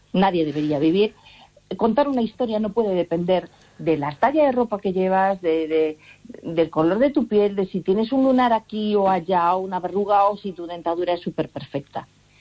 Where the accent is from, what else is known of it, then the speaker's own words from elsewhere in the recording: Galicia, Spain; crié aquí y nací aquí y toda mi vida la he hecho aquí, ¿no? Y entonces, pues en ese sentido es como me siento muy gallega.